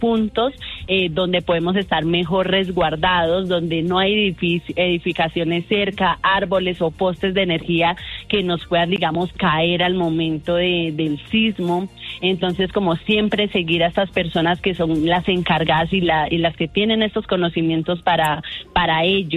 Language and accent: Spanish; Colombia